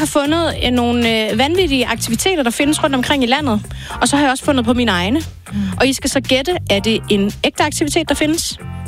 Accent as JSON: {"language": "Danish", "town": "Svendborg", "region": "Region of Southern Denmark", "country": "Denmark", "said": "jeg kommer fra Svendborg."}